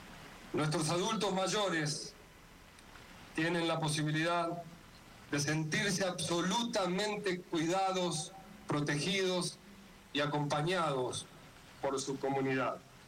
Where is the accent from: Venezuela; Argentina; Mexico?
Argentina; General Alvear, Mendoza; Los alvearenses podemos y tienen y hemos tenido la posibilidad de nacer en el mejor lugar del mundo para vivir.